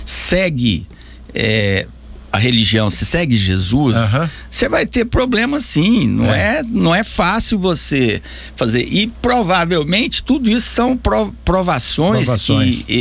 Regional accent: Goiânia, Goiás, Brazil; born there

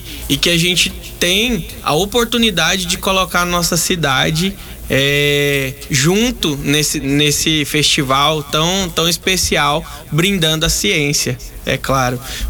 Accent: Anápolis, Goiás, Brazil; sou daqui, nascido e criado em Anápolis. Eu tenho 31 anos

